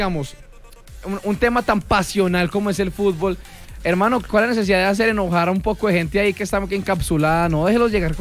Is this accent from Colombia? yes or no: yes; Colombia; also born or lived in Spain